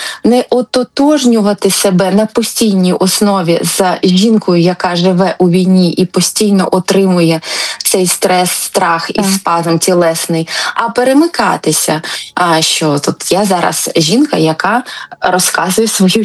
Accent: Kharkiv, Kharkiv Oblast, Ukraine; Особливо ми харків'яни

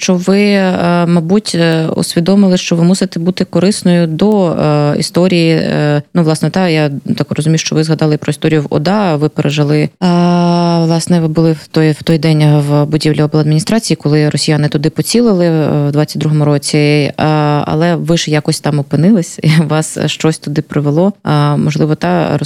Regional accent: Kharkiv, Kharkiv Oblast, Ukraine; коли дізналася, що я з Харкова

